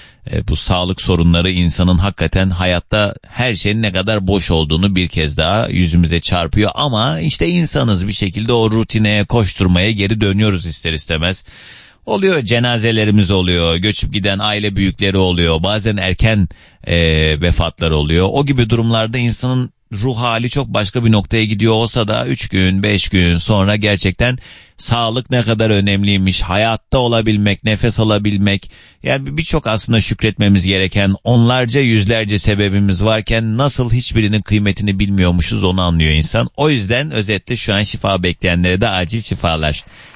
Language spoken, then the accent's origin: Turkish; Kars, Turkey